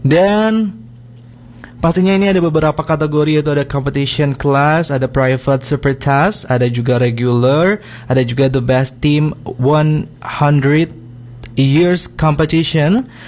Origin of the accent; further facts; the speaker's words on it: Cilacap, Central Java, Indonesia; kita sebagai warga Cilacap sendiri, sebagai natif